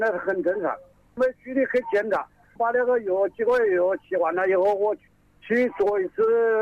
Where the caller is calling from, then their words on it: Jingzhou, Hubei, China; 我是荆州市的。